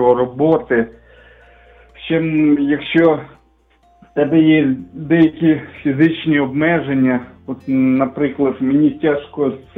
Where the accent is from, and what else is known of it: Kyiv Oblast, Ukraine; born or raised there; also born or lived in Irpin